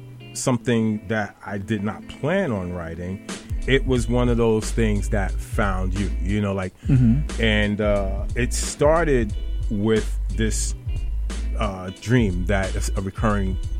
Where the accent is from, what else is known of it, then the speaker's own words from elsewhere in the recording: New York City, New York, United States; growing up in the Bronx